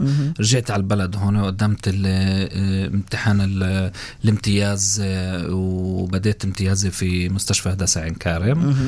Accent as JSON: {"language": "Arabic", "region": "Jerusalem", "country": "Palestine", "tie": "born or raised there", "said": "كل الناس بعرفه عنا في حي الثوري، أنا من موليد حي الثوري في اللي هو جنوب القدس."}